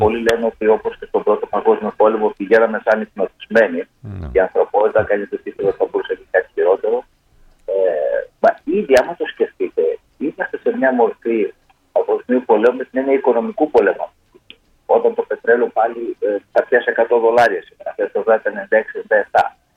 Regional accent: Grevena, Western Macedonia, Greece; Έκανα αρκετές βλέπεις στην ιδιαίτερη πατρίδα μου τα Γραβενά.

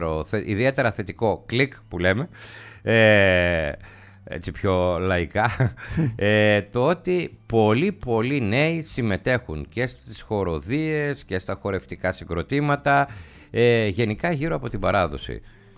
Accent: Plati, Greece; στο χωριό μου στην Πλάτη

